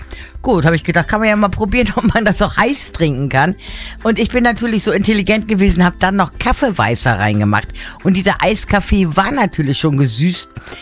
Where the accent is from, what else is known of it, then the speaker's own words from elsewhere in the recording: Hamburg, Germany; ich bin ein Hamburger Dern